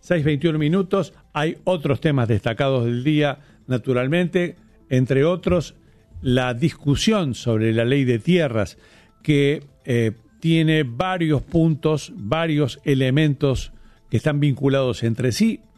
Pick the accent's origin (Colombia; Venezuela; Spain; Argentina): Argentina; Villa María, Córdoba; moved away; mis amigos de Villa María, mi ciudad natal.